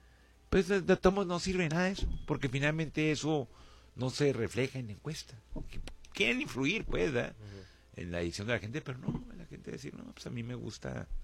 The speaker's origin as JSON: {"language": "Spanish", "region": "Chihuahua", "country": "Mexico", "said": "como mexicanos, como chihuahuenses"}